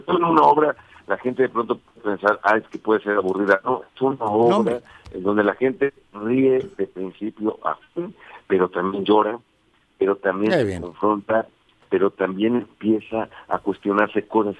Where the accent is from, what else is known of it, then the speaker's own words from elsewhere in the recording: Mexico; Debe ser un orgullo como mexicano y un orgullo para Puebla.